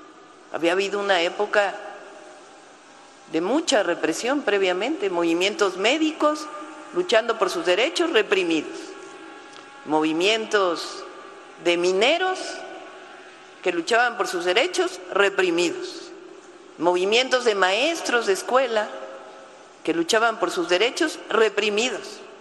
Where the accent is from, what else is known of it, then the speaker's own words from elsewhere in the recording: Mexico City, Mexico; born there; Yo nací en la Ciudad de México. Tengo 63 años. Voy a cumplir 64 ya en este mes.